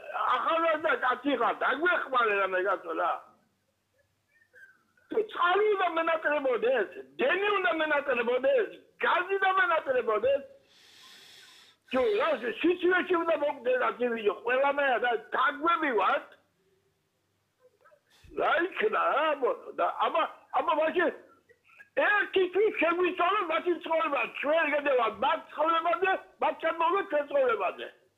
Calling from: Batumi, Adjara, Georgia; ბათუმიდან ვარ.

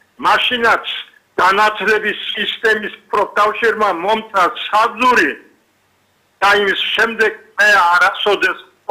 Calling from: Abkhazia, Georgia; მე ერთი ვინმე გირეკავთ, აფხაზეთის წარმომადგენელი, მდინარე კოდორის მარცხენა სანაპიროდან.

